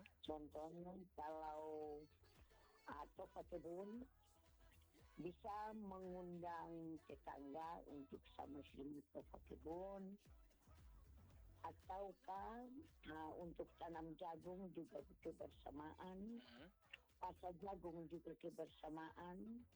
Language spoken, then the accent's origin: Indonesian; East Nusa Tenggara, Indonesia; kami orang Timur TTS